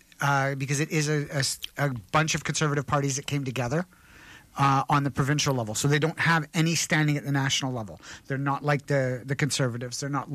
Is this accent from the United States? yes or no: no; Alberta, Canada; And where I grew up was near Treaty 7 land. And so we had the Piikani, we had the Piikan, we had Blackfoot, which are related to the Cree Indians.